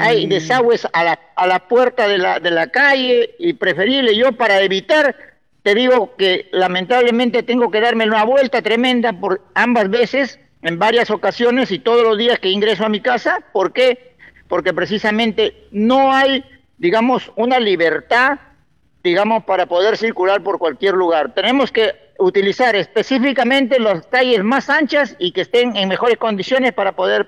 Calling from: Olmos, Lambayeque, Peru; mi pueblo de Olmos

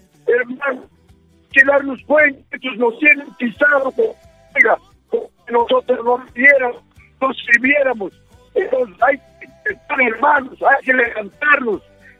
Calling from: Peru

